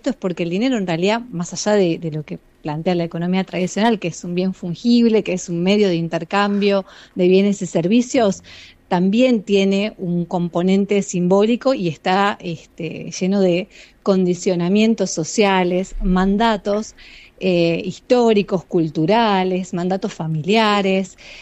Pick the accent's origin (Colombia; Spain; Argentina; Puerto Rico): Argentina; yo soy argentina, viví toda mi